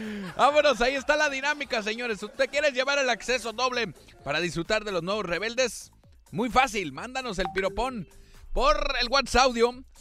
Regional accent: Mexico; somos mexicanos y es todo el mes, ¿no? Todo el mes somos mexicanos y todo el año.

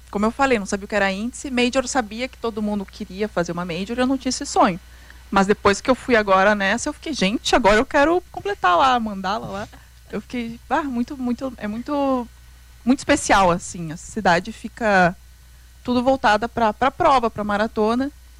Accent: Porto Alegre, Rio Grande do Sul, Brazil; Daí eu decidi fazer em Porto Alegre, que era, enfim, onde eu cresci, né?

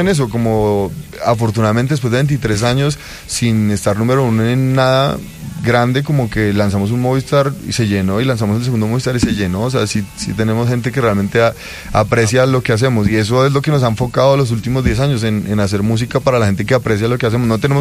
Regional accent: Colombia; somos colombianos

